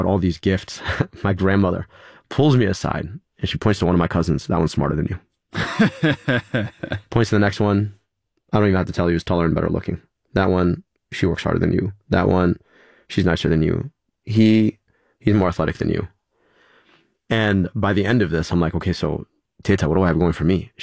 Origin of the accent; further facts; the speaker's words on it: Pakistan; but I'm not British. They're British. I'm Pakistani.